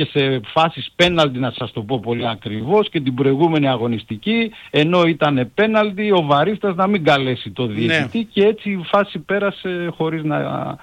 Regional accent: Northern Greece, Greece; είμαι και από τη Βόρεια Ελλάδα.

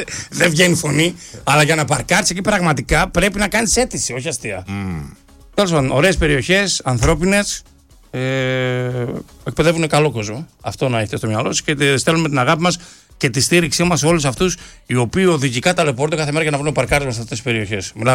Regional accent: Greece; Εμείς που μεγαλώσαμε στη Δελφόν δεν είχαμε τέτοια.

